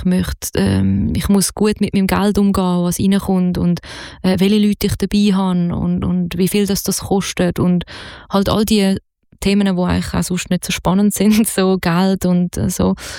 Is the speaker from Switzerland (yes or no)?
yes; Zurich, Switzerland; Also natürlich, ich meine, ich bin aus Zürich, aber ich glaube grundsätzlich, also ich höre ja auch Mundart mit anderem Dialekt